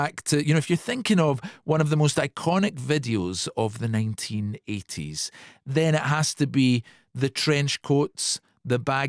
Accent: Scotland, United Kingdom; I'm allowed to say that. I'm Scottish.

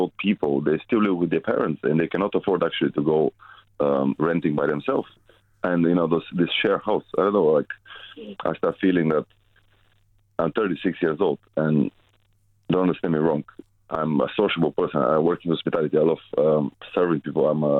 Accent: Bulgaria; because I'm from Bulgaria

